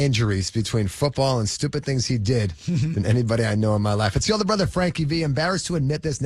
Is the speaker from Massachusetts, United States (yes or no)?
yes; Framingham, Massachusetts, United States; we grew up in Framingham, obviously